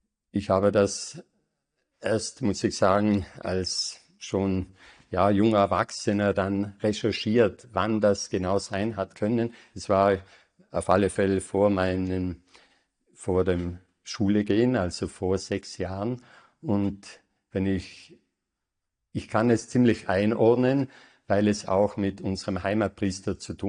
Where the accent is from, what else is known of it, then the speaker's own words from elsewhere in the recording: Tyrol, Austria; moved away as an adult; now in Brixen, Italy; Ich bin in einer ländlichen Familie, also 15 Kilometer südwestlich von Innsbruck beheimatet, bin dort geboren, in dieser Gemeinde und aufgewachsen und vom Elternhaus her auch kirchlich geprägt.